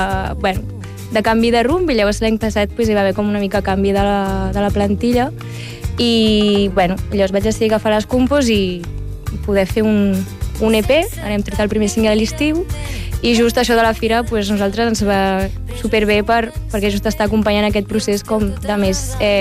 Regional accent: La Garriga, Catalonia, Spain; bueno, soc de la Garriga i allà hi ha una altra tradició rumbera, no?

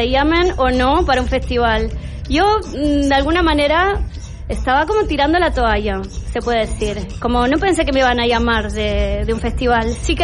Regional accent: Argentina; moved away; Ahí sí que soy argentina hasta la médula.

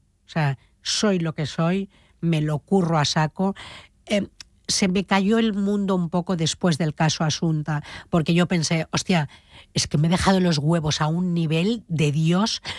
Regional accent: Gavà, Catalonia, Spain; Soy de Gavà, sé de dónde vengo y a mí no me avergüenza.

